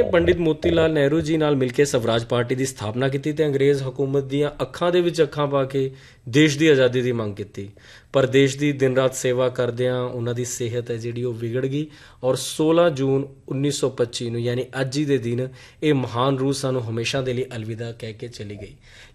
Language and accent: Punjabi; Punjab, India; ਅਸੀਂ ਪੰਜਾਬ ਤੋਂ ਬਿਲੋਂਗ ਕਰਦੇ ਹਾਂ